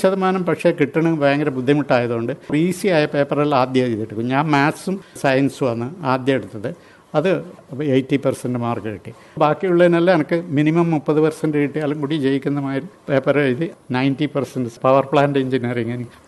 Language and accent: Malayalam; Kerala, India; Chennai petroleum Madras refineries തന്നെ, പക്ഷേ തമിഴല്ല, ഞാൻ മലയാളിയാണ്.